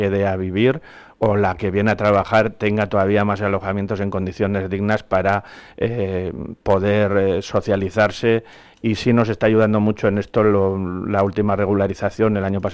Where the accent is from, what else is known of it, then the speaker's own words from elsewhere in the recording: Almudafar, Aragon, Spain; como ya lo da en mi pueblo, que es Almudafar, que es el más pequeño